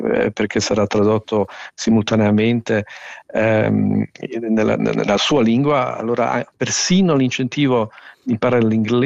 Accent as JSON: {"language": "Italian", "country": "Switzerland", "said": "nella nostro paese plurilingue"}